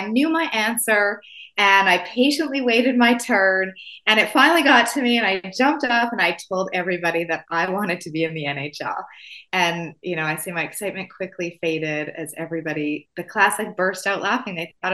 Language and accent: English; Winnipeg, Manitoba, Canada; as you said, I grew up in Winnipeg.